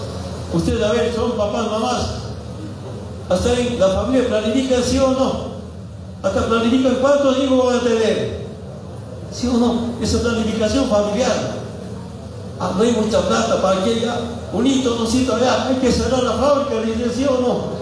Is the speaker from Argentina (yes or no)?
no; Bolivia